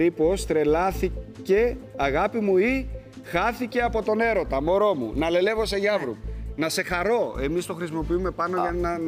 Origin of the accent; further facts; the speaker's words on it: Aridaia, Central Macedonia, Greece; στον τόπο μου, στην Αριδαία πάνω.